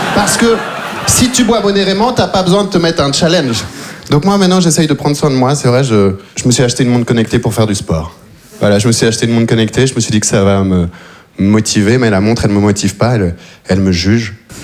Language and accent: French; Belgium; Je viens de Belgique, je suis arrivé en Belgique quand j'avais 3 ans, j'ai vécu toute ma vie là-bas.